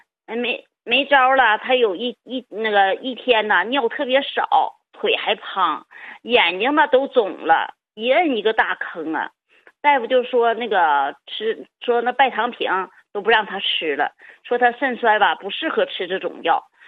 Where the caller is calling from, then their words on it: Jilin, China; 我是吉林市的。